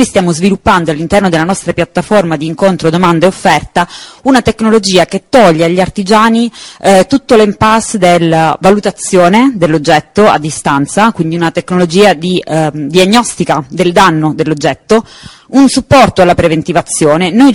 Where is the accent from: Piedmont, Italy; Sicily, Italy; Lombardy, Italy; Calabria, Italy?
Sicily, Italy; Sciacca; Sciacca, che è la mia città d'origine